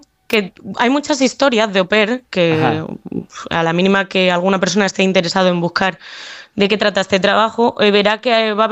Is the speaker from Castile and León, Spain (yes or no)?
no; Extremadura, Spain; accent: Madrid; also born or lived in Madrid; Pues es que el acento es un poco tirando de Madrid porque nací en Madrid, pero soy extremeña y defiendo mucho mi orgullo extremeño.